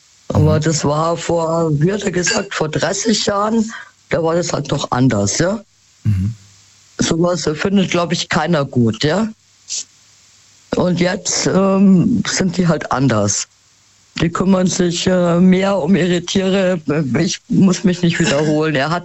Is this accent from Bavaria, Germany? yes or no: yes; Munich, Bavaria, Germany; born there; Aber ich komme gebürtig aus München, ja?